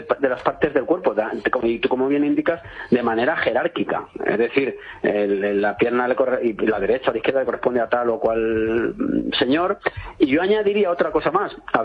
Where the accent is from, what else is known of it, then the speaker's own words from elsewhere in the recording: Cuenca, Castilla-La Mancha, Spain; En mi pueblo, en Cuenca estoy.